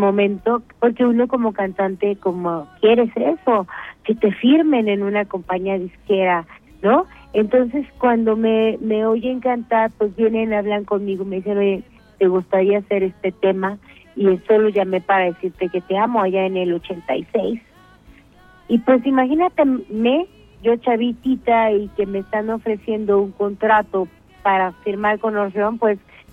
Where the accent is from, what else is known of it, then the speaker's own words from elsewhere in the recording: Querétaro, Mexico; born there; Yo nací en Querétaro.